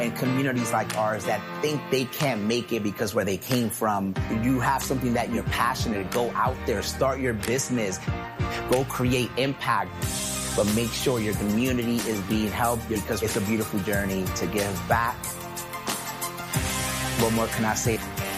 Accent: New York City, New York, United States; But growing up in the Bronx, all we heard was negative things.

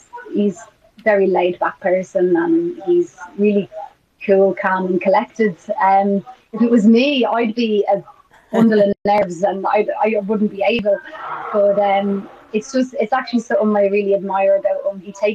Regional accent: Ireland; I'm Irish, and so I come from a small nation myself

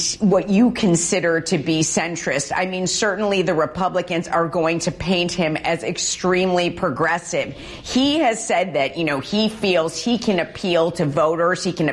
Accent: Buffalo, New York, United States; Listen, if you want, I'm from Buffalo. If you want to talk about Buffalo Bills football and all the heartbreak I've been through, I got all the time in the world.

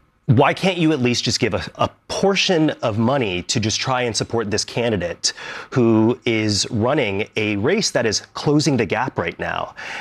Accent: Tarpon Springs, Florida, United States; I am from Tarpon Springs, Florida.

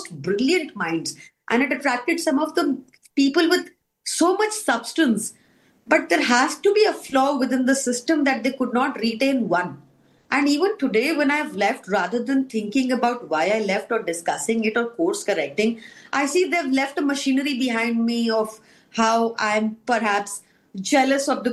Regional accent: Delhi, India; And you know, I grew up in Delhi, and I miss the Delhi I grew up in, because that was green, progressive, modern, safe.

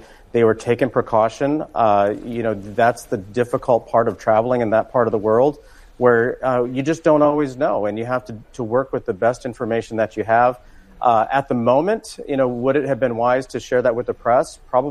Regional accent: Indiana, United States; here in my hometown in Northeast Indiana

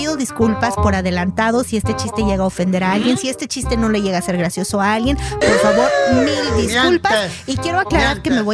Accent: Capulálpam de Méndez, Oaxaca, Mexico; moved away; ¿sabías que el nombre de mi pueblo pues es Capulalpan, verdad? Y Capulalpan significa tierra del cerezo.

